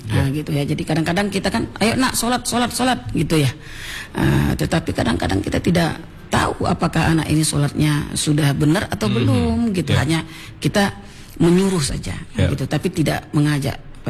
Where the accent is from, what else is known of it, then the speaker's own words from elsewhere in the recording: Tanjungbalai, North Sumatra, Indonesia; Yang Tanjung Balai ini daerah saya nih.